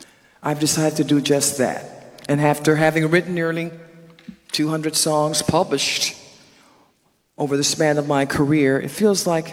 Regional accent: Perrine, Florida, United States; Some of my earliest childhood memories in my hometown of Perrine in Richmond Heights, Florida, are on Sunday mornings listening to my grandmother lead the church in song and praise

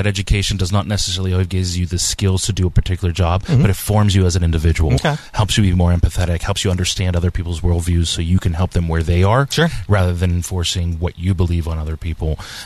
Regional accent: North Huntington, Pennsylvania, United States; accent: Yinzer; I grew up in Westmoreland County, North Huntington area.

